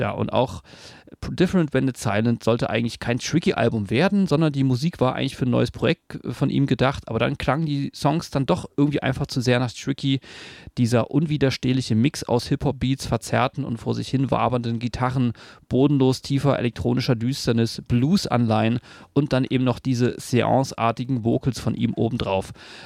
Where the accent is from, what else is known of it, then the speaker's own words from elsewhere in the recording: Berlin, Germany; Also ich komme aus Berlin